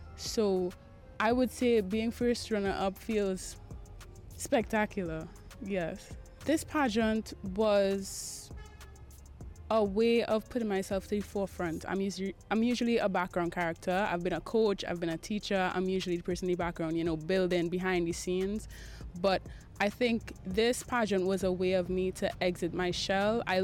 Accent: Port of Spain, Trinidad & Tobago; I am from Port of Spain

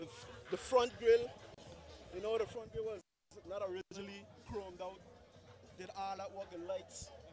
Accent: British Virgin Islands; I'm from Virgin Gorda.

